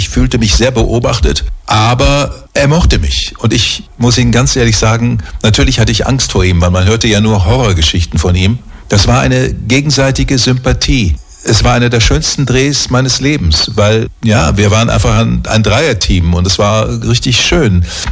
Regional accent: Germany; now in Austria

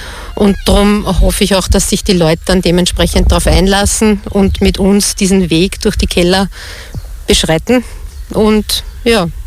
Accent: Oberrohrbach, Lower Austria, Austria; born there; Ich bin geboren in Oberrohrbach. Ich habe meine Vorfahren unspektakulärerweise alle in der Umgebung.

